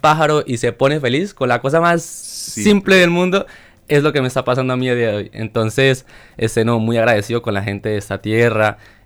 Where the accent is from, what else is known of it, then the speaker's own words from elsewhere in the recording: San Luis de Cubarral, Meta, Colombia; moved away as an adult; now in Villa Libertador San Martín, Argentina; vengo de Colombia, de un pueblito que se llama San Luis de Cubarral, queda en la región llana de Colombia